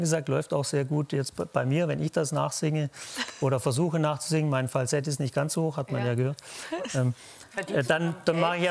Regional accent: Baden-Württemberg, Germany; Nee, da bin ich Schwabe.

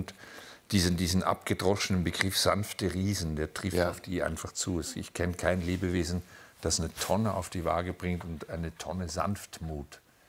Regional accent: Switzerland; now in Brandenburg, Germany; wir waren quasi die Hyper-Westis, ja, als Schweizer

